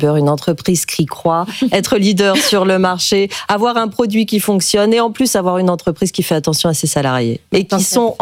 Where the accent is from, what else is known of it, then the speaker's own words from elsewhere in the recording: Centre-Val de Loire, France; je viens de par là